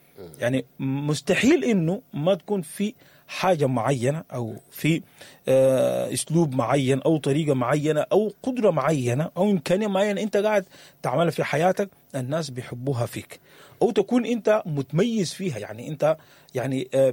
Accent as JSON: {"language": "Arabic", "country": "Sudan"}